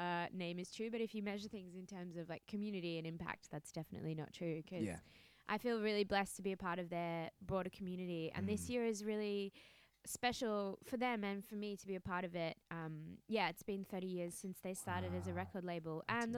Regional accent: Australia; moved away; especially as an Australian.

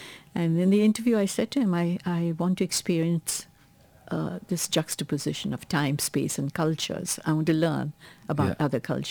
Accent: India; moved away as an adult; also born or lived in Singapore; now in New York, United States; When I grew up in India in the 50s, I was born in 45, so 50s, 60s

